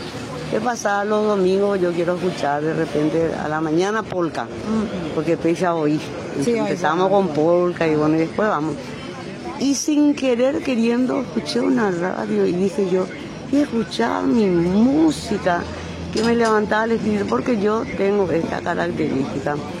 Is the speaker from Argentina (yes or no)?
no; Paraguay; muchísimos paraguayos, 70.100 salimos para festejar el triunfo de Paraguay.